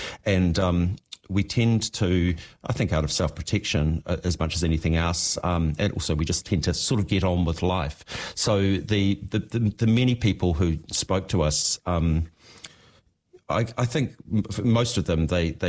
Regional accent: Dunedin, Otago, New Zealand; Yeah, well, I'm from Dunedin, so I was, very aware of exactly the beauty that you're talking about, Jeff.

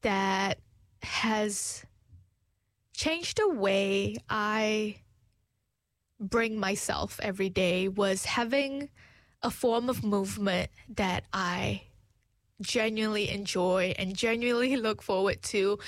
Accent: Malaysia; you know, I'm from Malaysia. We never walk because it's hot.

